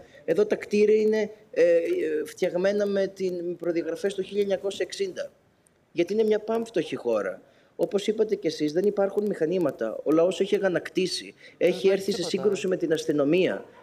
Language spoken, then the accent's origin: Greek; Greece; now in Venezuela; Ως Έλληνας ιερέας που ζω στη Βενεζουέλα